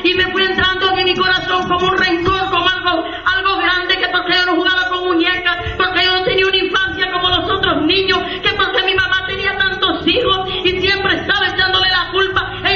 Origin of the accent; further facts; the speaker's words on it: El Salvador; moved away as an adult; Aleluya, soy del Salvador, bendito sea su nombre para siempre, aleluya. Y me crié allá por una isla y de allá tuve que dejar a mis hijos.